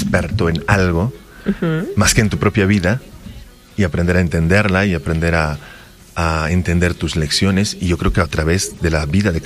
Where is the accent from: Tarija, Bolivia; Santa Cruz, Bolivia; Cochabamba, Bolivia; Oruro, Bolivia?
Santa Cruz, Bolivia; Santa Cruz de la Sierra; yo vengo de Santa Cruz, que es bastante cálido, es trópico, entonces el clima es entre 28 y 35 todo el año.